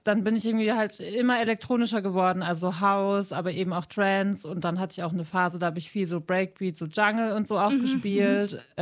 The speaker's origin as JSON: {"language": "German", "town": "Karlsruhe", "region": "Baden-Württemberg", "country": "Germany", "moved": "yes", "lives_now": "Stuttgart, Germany", "said": "ich komme aus Karlsruhe ursprünglich"}